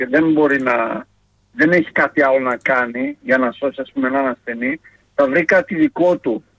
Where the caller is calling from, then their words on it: Germany; και εδώ πέρα στη Γερμανία μου το έχουν πει.